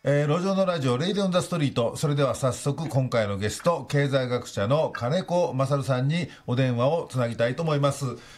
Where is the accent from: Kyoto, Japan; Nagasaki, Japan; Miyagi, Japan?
Kyoto, Japan; born there; 京都の生まれ